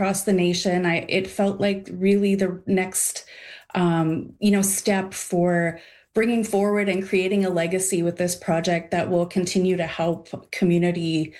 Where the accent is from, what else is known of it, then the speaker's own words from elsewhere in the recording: Winnipeg, Manitoba, Canada; here in my hometown of Winnipeg